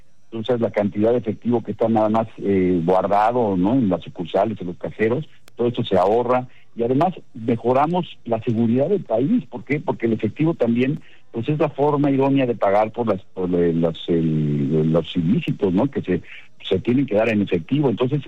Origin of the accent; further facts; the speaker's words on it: Mexico; a mí me inspira mucho como mexicano